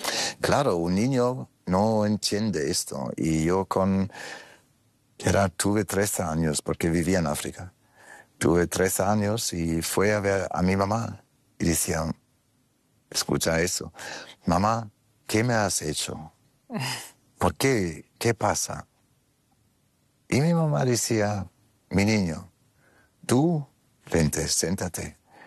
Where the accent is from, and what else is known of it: Germany; born or raised there; first language de; Spanish is a second language